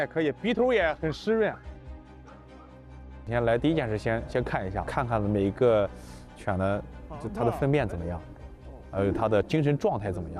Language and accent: Chinese; Shandong, China; 就在我们山东人有句古语讲，叫家财万贯，带毛的不算。